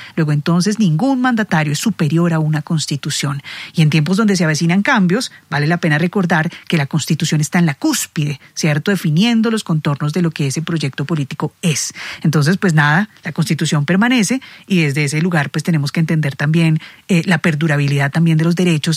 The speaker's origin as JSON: {"language": "Spanish", "country": "Colombia"}